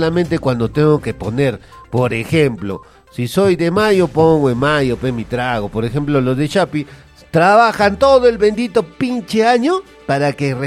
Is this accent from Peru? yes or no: yes; Huancayo, Junín, Peru; yo soy de Huancayo